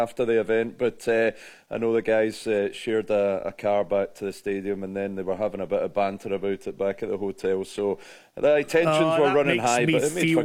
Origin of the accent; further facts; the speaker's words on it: Scotland, United Kingdom; accent: Scottish; once they hear my Scottish accent